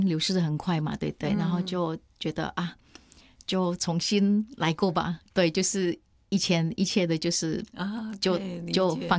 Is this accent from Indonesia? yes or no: yes; Indonesia; Chinese is a second language; moved away as an adult; now in Taiwan; 到台湾，对，是整个一个政治动荡当中的一个情况下、对，离开我的家乡对印尼